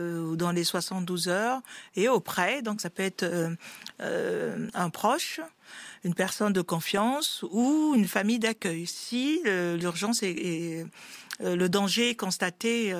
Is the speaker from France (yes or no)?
yes; France; born there; Je suis né en France